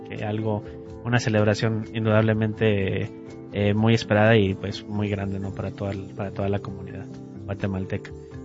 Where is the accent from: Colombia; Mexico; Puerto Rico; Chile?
Mexico; yo siendo mexicano también me puedo identificar con eso, ¿no?